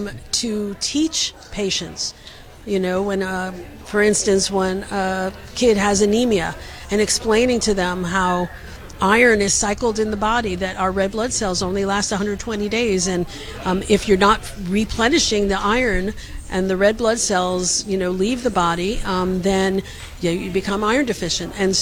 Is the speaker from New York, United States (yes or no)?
yes; Long Island, New York, United States; moved away as an adult; also born or lived in Brooklyn, New York / Buffalo, New York; now in Albany, United States; I grew up on Long Island, so I'm really a New Yorker at heart. And made my way to Albany in 2018.